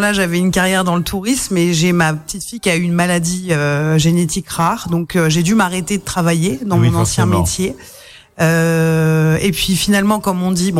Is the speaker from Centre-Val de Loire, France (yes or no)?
yes; Bourges, Centre-Val de Loire, France; moi, je suis de Bourges, du centre de la France, vraiment presque en plein milieu de la France.